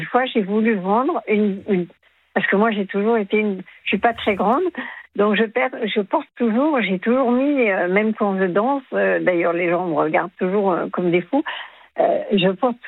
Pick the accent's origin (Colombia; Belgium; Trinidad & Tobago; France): France; also born or lived in Germany; je suis une Française, mais j'ai habité très longtemps en Allemagne.